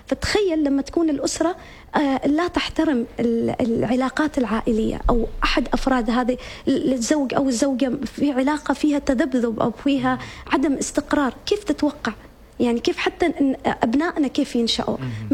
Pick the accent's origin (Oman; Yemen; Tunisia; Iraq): Oman; ونحن كمجتمع عماني